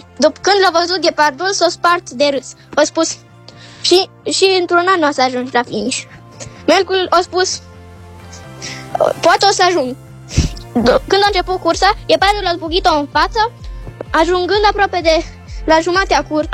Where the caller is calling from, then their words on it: Sibiu, Sibiu County, Romania; din Sibiu.